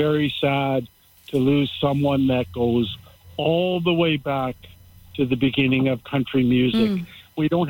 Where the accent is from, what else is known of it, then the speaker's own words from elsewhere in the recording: Toronto, Ontario, Canada; now in Vancouver, Canada; Oh, well, my father was a country fan, even growing up in Toronto.